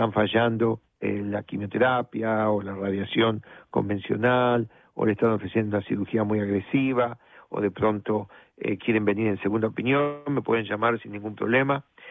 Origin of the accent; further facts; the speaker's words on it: La Plata, Buenos Aires Province, Argentina; now in New York, United States; cuando yo era chiquito, allá en La Plata, ¿no?, con mi papá, que teníamos la tienda Sara, enfrente del ferrocarril Roca